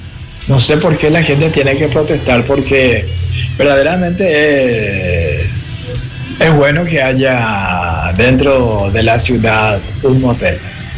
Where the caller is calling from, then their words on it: Luque, Central, Paraguay; Yo vivo en Bellavista, pero cruzando ahora la ruta Mariscal Estigarribia, o sea, la calle, llego a Loma Merlo en 2 minutos.